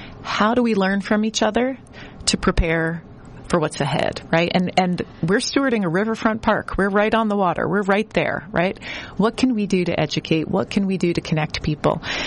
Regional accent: Boston, Massachusetts, United States; growing up in Boston and having worked here for my whole professional cultural career

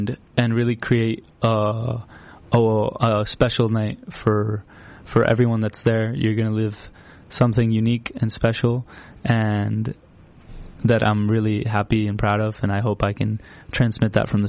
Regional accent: Boston, Massachusetts, United States; And then I was growing up in Boston watching Tom Brady.

